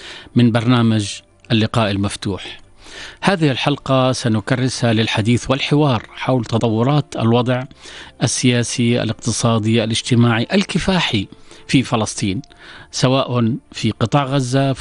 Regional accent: Jordan; احنا كأردنيين

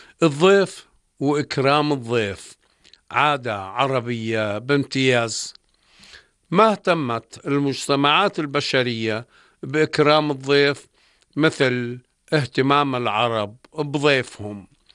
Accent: Jordan; جدودنا الأردنيين الأوائل

